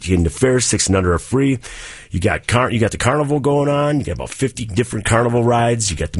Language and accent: English; Kenosha, Wisconsin, United States; And my favorite always growing up, because I'm born and raised in Kenosha and always going to the fair, was the International Demolition Derby.